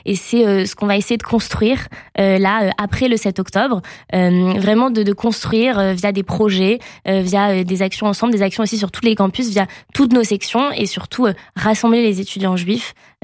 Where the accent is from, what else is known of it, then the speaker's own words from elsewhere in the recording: Nice, Provence-Alpes-Côte d'Azur, France; moved away as an adult; now in Paris, France; je suis née, j'ai grandi à Nice et ensuite, après mon bac, j'ai fait Sciences Po à Paris